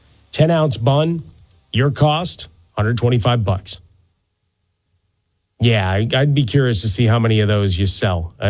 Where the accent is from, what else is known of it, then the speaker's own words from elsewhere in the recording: Chicago, Illinois, United States; the Mike Ditka that I loved growing up in Chicago